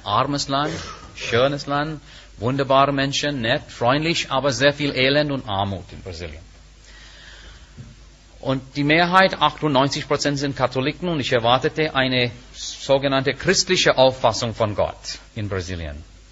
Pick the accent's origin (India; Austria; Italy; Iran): India; German is a second language; Es gibt Unzufriedenheit auch in Indien. Auch in Indien. Ich bin Inder.